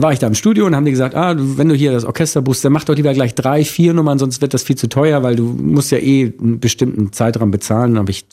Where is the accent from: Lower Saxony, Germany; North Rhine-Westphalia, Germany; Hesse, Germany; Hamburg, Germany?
Hamburg, Germany; Da würde ich jetzt als Hamburger sagen, darauf bin ich natürlich sehr stolz